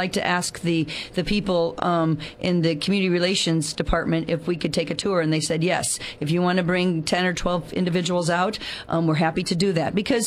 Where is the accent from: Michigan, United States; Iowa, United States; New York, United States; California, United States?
California, United States; San Luis Obispo; somebody found out I was from San Luis Obispo